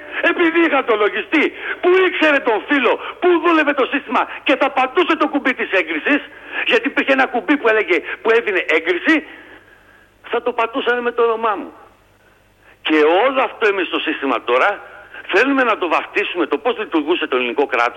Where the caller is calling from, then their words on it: Greece; εμείς σαν Έλληνες δεν είμαστε ρε παιδί μου αυτοί που είμαστε, είμαστε χάλια πολίτες